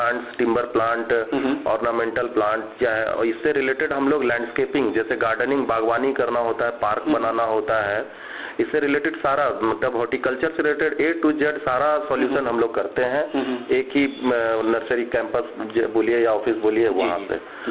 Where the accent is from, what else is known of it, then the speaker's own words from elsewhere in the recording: Bokaro, Jharkhand, India; now in Ranchi, India; हम तो बेसिकली बोकारो के रहने वाले हैं और अभी प्रॉपर रांची में ही रह रहे हैं।